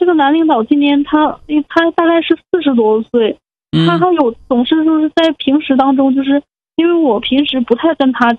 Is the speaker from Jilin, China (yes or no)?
yes; Changchun, Jilin, China; moved away as an adult; now in Hangzhou, China; 我家是东北的，我是吉林长春人，我今年26岁，这些年头我从东北，到从吉林长春到杭州来找的工、来工作的